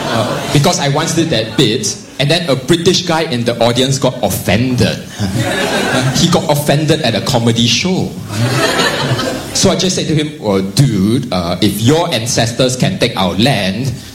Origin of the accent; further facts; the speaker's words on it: Singapore; I am from Singapore. And as you all can see, I am a Chinese guy with African lips.